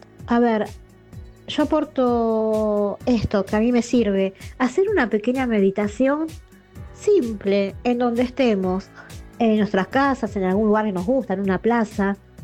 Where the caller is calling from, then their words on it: Buenos Aires, Argentina; de Capital.